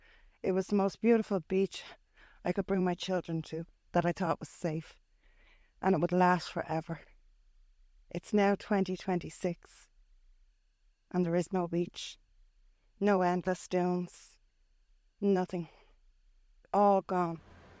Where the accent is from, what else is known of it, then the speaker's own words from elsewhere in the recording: Dublin, Leinster, Ireland; I'm from Ireland. I'm from a place called Dublin. I was born there.